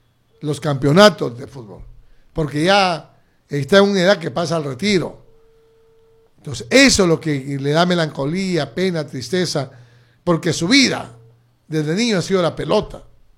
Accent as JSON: {"language": "Spanish", "country": "Peru", "said": "Nosotros somos peruanos."}